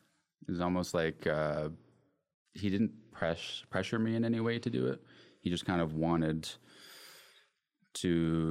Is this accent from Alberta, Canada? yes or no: no; Terrace, British Columbia, Canada; Born and raised in Terrace, from the Kitsilis community, as you said. Gitaz is the village name, and just a Indigenous boy that loved music